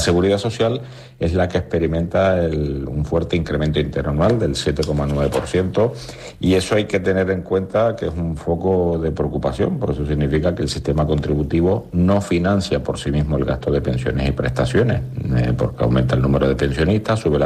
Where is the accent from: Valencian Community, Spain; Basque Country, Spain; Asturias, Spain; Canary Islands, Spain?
Canary Islands, Spain; como canarios debemos menos, pero como españoles debemos más.